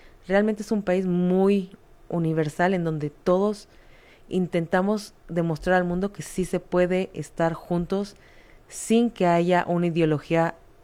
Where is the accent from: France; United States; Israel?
Israel